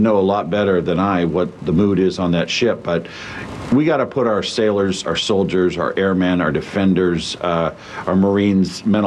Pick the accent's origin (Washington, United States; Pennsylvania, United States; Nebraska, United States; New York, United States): Nebraska, United States; Norfolk; I talked to the folks that run the steel mill in my hometown of Norfolk, Nebraska yesterday.